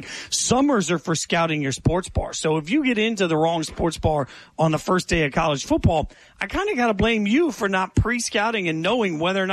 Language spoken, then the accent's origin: English; Las Vegas, Nevada, United States; also born or lived in Maryland / East Coast; So I'm originally from Vegas, and Vegas grew up not caring about college football. And then I moved to the East Coast. I actually went to high school outside of Baltimore, but lived all over the East Coast.